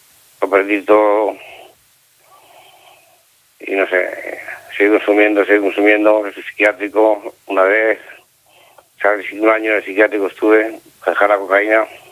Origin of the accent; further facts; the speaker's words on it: Lleida, Catalonia, Spain; Un año que yo con una chica aquí, yo soy de Lleida